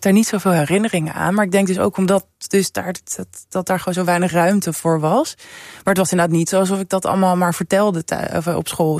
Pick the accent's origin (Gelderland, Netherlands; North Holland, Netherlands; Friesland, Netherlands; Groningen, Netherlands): North Holland, Netherlands; Amsterdam; Nou, ik ben opgegroeid in Centrum Amsterdam en ik zat ook op een basisschool een beetje in de grachtengordel.